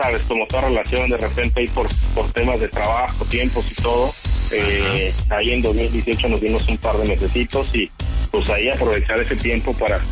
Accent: Mexico City, Mexico; now in Monterrey, Mexico; Sí, ella es regia, ¿no? Yo soy de la Ciudad de México.

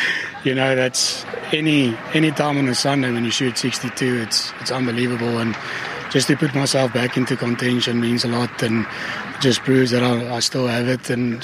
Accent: South Africa; I'm South African, we're aggressive.

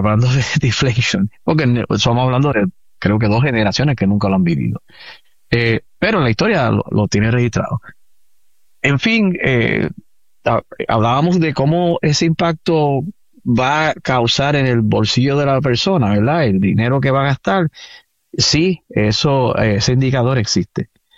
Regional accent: Puerto Rico; Y sabemos que nosotros somos, los boricuas somos locos gastando.

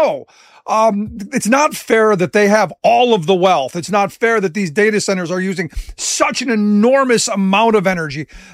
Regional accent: Cleveland, Ohio, United States; No, look, I grew up in Cleveland

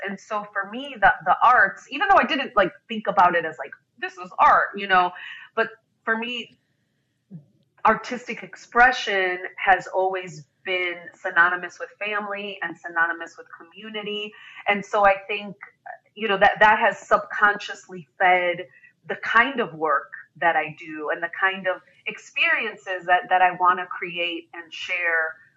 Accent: Chicago, Illinois, United States; I did. So I was born and raised in Chicago. My parents came here in 65.

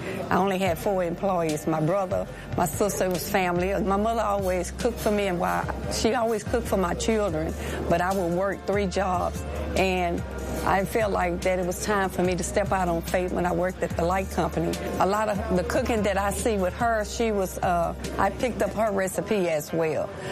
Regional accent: Independent Heights, Texas, United States; I was born and raised here in Independent Heights. My parents came from Lake Charles and Opelousas. We was born in Independent Heights, 11 of us, home sweet home.

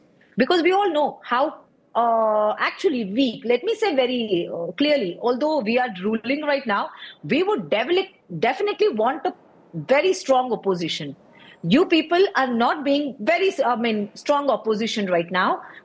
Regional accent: Bengaluru, Karnataka, India; I'm born and brought up in Bengaluru

